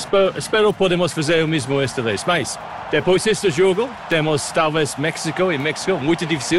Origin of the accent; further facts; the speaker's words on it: England, United Kingdom; Portuguese is a second language; Sou inglês e estamos acostumados a esse time faltando.